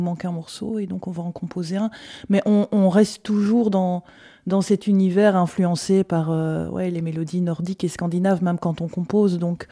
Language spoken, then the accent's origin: French; Wallonia, Belgium; quand on va en Suède et qu'on dit qu'on est wallon